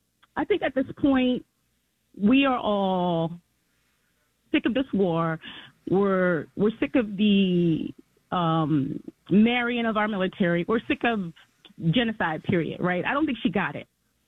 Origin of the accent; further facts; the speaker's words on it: Detroit, Michigan, United States; I'm from Detroit. My family's from Detroit. We've been here for forever.